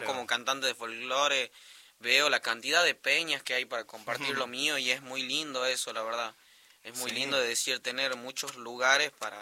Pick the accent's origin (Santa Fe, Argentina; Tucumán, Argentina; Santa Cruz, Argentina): Tucumán, Argentina; Alderete; yo soy tucumano con orgullo.